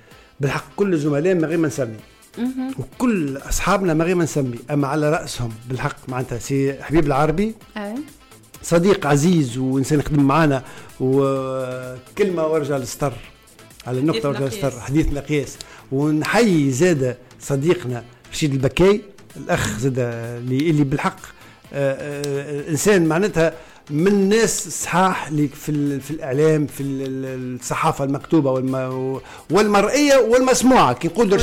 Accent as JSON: {"language": "Arabic", "country": "Tunisia"}